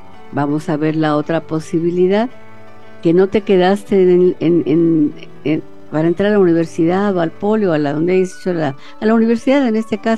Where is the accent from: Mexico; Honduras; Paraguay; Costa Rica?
Mexico; nos identifican como mexicanos